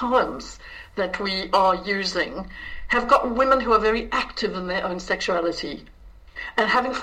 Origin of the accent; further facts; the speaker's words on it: South Africa; I'm South African Irish.